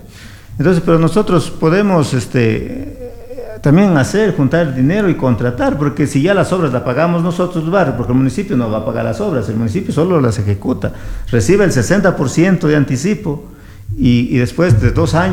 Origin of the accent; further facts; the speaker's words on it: Loja, Ecuador; soy de Loja, ahí la tierra del festival